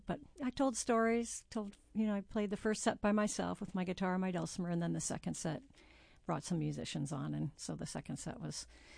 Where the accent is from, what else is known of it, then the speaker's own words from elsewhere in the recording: California, United States; moved away as an adult; now in Alaska, United States; Well, I'm originally from California, Southern California.